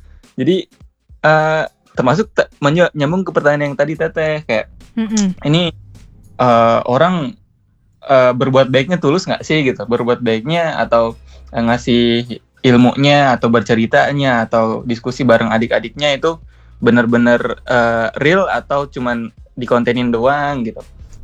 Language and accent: Indonesian; Kuningan, West Java, Indonesia; Aku asalnya Kuningan.